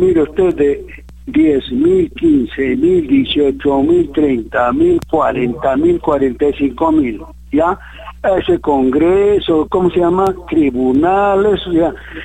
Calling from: Arequipa, Peru; aquí en Arequipa

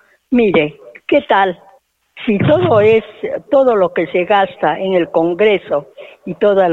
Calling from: Peru; Yo como mujer, como peruana

